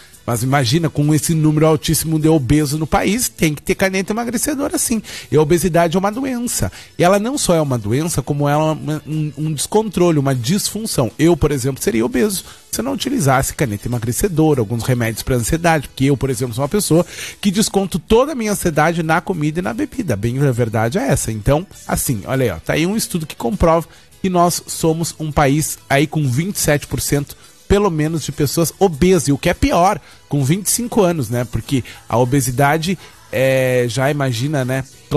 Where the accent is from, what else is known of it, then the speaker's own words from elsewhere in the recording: Bagé, Rio Grande do Sul, Brazil; moved away; lá da minha cidade natal, de Bagé.